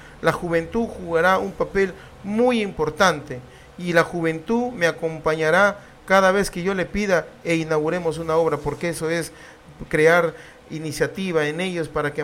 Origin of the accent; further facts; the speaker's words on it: Tucumán, Peru; yo me considero 100% tucumano. Yo nací aquí, en esta tierra que me vio nacer, crecer.